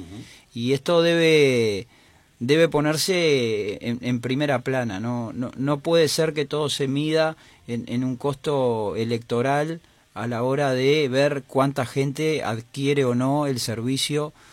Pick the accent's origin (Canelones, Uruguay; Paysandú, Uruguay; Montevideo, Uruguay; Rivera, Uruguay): Montevideo, Uruguay; Yo soy de Montevideo